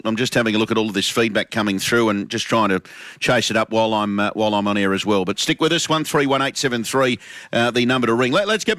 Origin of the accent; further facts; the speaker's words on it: Canberra, Australian Capital Territory, Australia; now in Brisbane, Australia; Yep, happening up here, Mark, in Brisbane. I'm from Canberra, having same problems with trying to use my CommBank card.